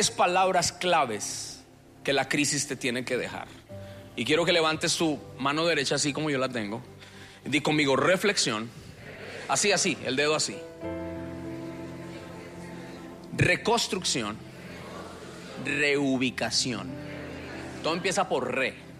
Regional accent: Bogotá, Colombia; moved away as an adult; now in Houston, United States; Nosotros en Bogotá toda la gente feliz.

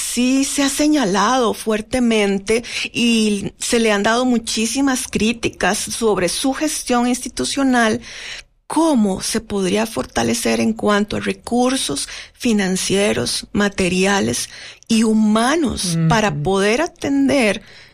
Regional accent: Costa Rica

